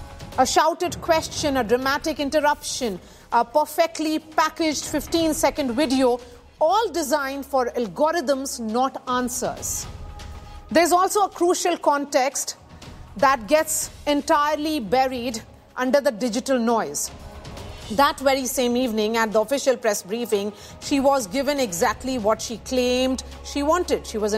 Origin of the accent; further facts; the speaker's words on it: Bihar, India; I have interviewed the Prime Minister during an election campaign in my home state of Bihar.